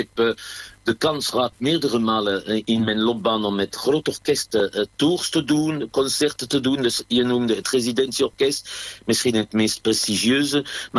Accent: France; is een waanzinnige mooie nummer die mij heel dierbaar is als Fransman.

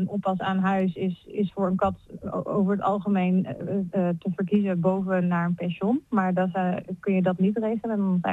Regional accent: Uggelen, Gelderland, Netherlands; also born or lived in Utrecht / Leiden; now in Epe, Netherlands; Ik ben verhuisd naar Epe vanaf januari. Woon ik in Epe. Ik kom oorspronkelijk uit Uggelen, maar heb in Utrecht gestudeerd. In Groningen even gewoond en in Leiden een aantal jaren.

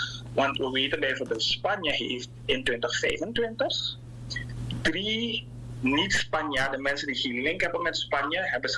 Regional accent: Suriname; ik denk dat wij als Surinamer toch wel in een nadere stadium moeten gaan kijken naar het eigenlijk realiseren van onze wetgeving met betrekking tot naturalisatie.

